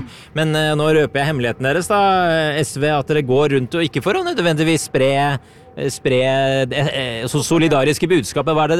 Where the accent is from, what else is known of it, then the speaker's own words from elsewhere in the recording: Lillehammer, Innlandet, Norway; Jeg er fra Lillehammer, så dette her ble jo litt nært.